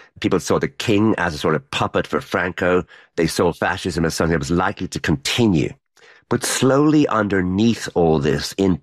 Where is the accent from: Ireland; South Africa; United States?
Ireland; moved away; Because I'm Irish